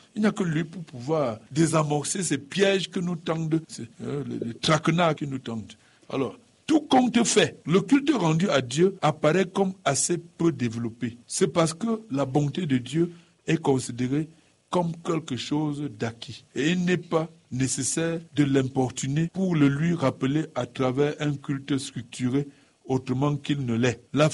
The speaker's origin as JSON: {"language": "French", "town": "Tonga", "region": "West", "country": "Cameroon", "said": "Je me rappelle chez nous dans le Ndé, chez moi à Tonga, je ne pense pas."}